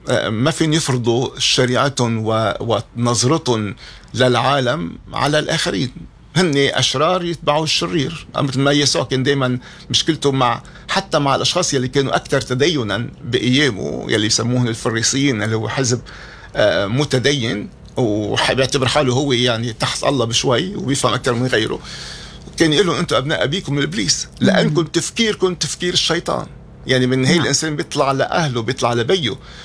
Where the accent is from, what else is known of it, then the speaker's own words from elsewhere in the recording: Lebanon; نحن عهدنا هو نكون كلبنانيين مع بعضنا البعض،